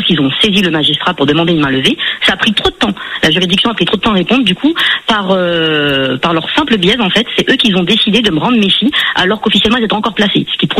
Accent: Valence, Auvergne-Rhône-Alpes, France; Et un jour, j'ai décidé de partir avec mes enfants et de revenir dans ma ville natale, à Valence

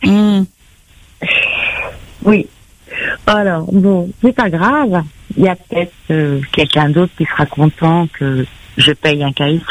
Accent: Réunion; Je suis de l'Est. … Je suis bien une créole. Je suis née à La Réunion

